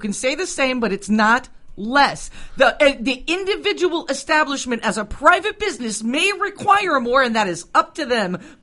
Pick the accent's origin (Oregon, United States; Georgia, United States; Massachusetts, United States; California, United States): California, United States; I'm from California